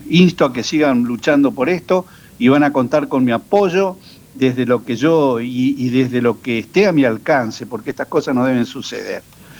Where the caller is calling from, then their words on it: Reconquista, Santa Fe, Argentina; yo vivo en Reconquista, tengo sangre reconquistense